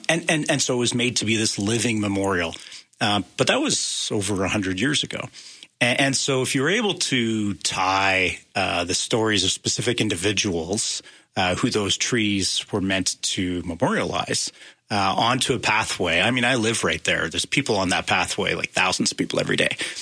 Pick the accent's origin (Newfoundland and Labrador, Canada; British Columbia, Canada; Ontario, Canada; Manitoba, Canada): Manitoba, Canada; Winnipeg; now in Calgary, Canada; Like I said, I'm from Winnipeg.